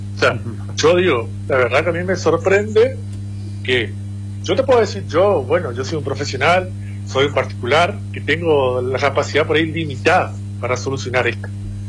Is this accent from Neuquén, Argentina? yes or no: no; San Vicente, Misiones, Argentina; also born or lived in Oberá, Argentina; yo no soy acá de San Vicente, yo soy de Oberá, nací en Oberá, me vine a San Vicente a vivir apenas recién nacido. Me formé acá.